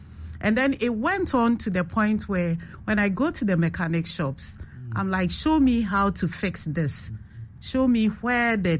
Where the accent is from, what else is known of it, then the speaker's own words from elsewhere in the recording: Ghana; You know, growing up in Ghana, the average Ghanaian boy or girl cannot walk into a garage or an automobile company requesting for a test drive